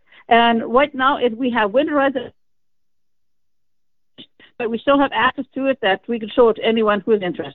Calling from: Steinbach, Manitoba, Canada; From Steinbeck.

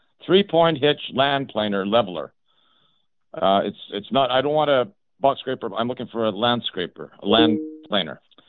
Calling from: St. Andrews, Manitoba, Canada

